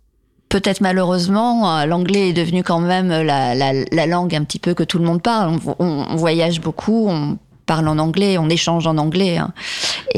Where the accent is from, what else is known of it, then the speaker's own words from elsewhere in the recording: France; accent: Frenchy; Alors, j'ai quand même un accent un peu Frenchy.